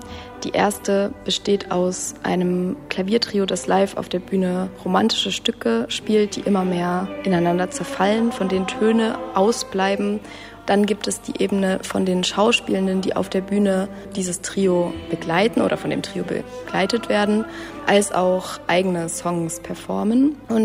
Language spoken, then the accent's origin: German; Freital, Saxony, Germany; Ich komme aus Freital, aus der Nähe von Dresden. Und auch in der Region war Bergbau extrem wichtig und ist genau gegenüber von meinem Kinderzimmerfenster steht ein Stahlwerk.